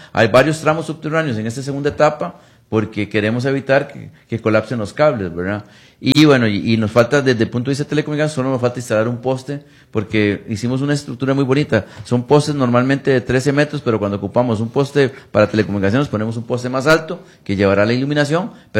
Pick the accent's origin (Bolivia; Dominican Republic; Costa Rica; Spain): Costa Rica; tenemos que valorarlo como costarricenses.